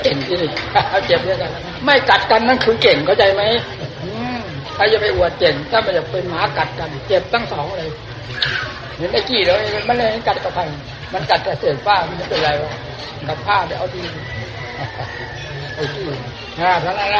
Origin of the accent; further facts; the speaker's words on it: Isan, Thailand; เราเองคนเป็นคนภาคอีสาน